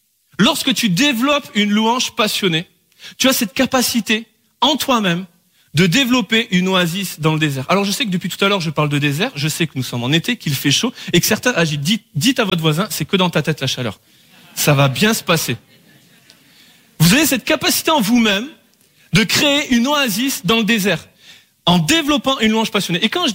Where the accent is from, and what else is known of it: Bordeaux, Nouvelle-Aquitaine, France